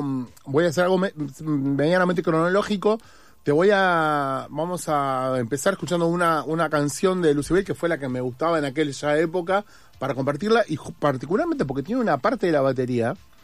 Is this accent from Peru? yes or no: no; Uruguay; moved away; soy de la República Oriental del Uruguay